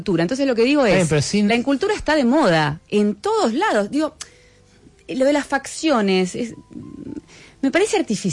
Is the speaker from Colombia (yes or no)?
no; Argentina; moved away as an adult; also born or lived in France; yo tan argentina, tan ingenua, tan católica